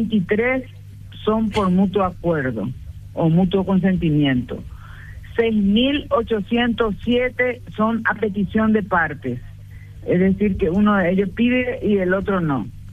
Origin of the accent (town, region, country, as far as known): Paraguay